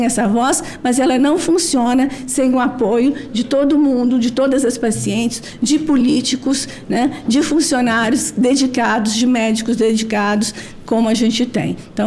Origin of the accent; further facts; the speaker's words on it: Brazil; E essa uma sou eu, do Brasil